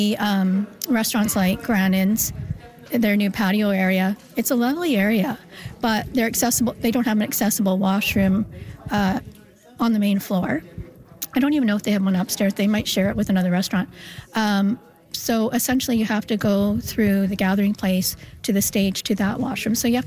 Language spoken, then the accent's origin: English; Manitoba, Canada; moved away as an adult; now in Saint John, Canada; I've lived here for 10 years. I'm originally from Manitoba.